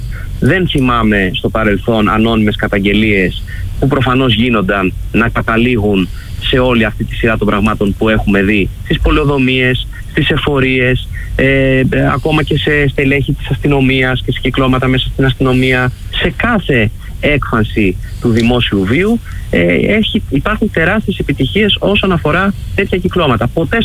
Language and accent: Greek; Greece; Εγώ ως Έλληνας